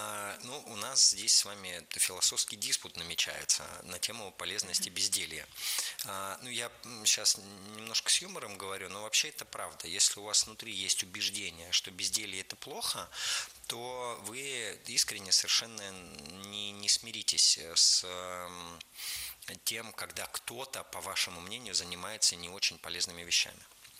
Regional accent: Arkhangelsk, Arkhangelsk Oblast, Russia; Архангельск, мой родной город.

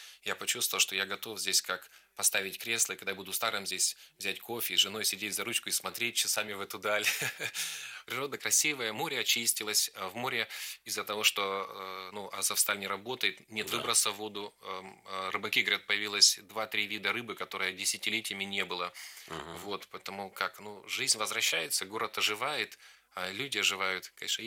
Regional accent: Irkutsk, Irkutsk Oblast, Russia; Донецк мне напоминает мой родной город Иркутск, я сам в Сибири, жил на окраине Иркутска, частный сектор.

